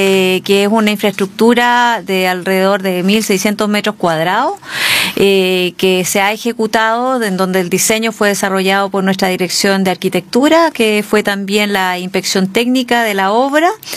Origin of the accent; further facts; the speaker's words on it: Yerbas Buenas, Maule, Chile; saludos a Hierbabuena, mi tierra natal.